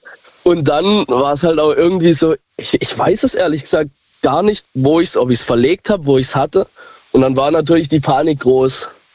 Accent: Baden-Württemberg, Germany; Ich bin aus dem Kreistal Bronn.

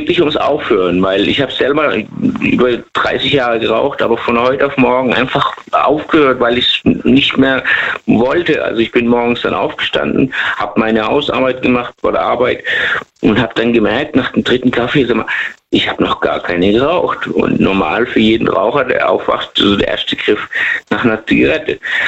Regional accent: Lebanon; German is a second language; now in Germany; Ich komme auch aus dem Libanon, also da ist auch leider.

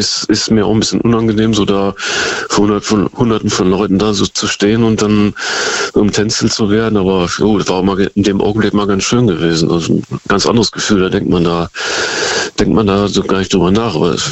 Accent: Osnabrück, Lower Saxony, Germany; Das war nur, wo ich in Osnabrück, meine Heimatstadt, gewohnt hatte, war mein Vater, der hat da noch gelebt.

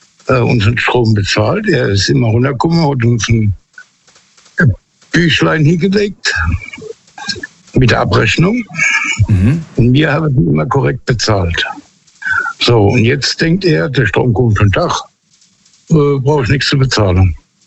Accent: Hesse, Germany; Ich bin eigentlich aus der Nähe von Biblis.

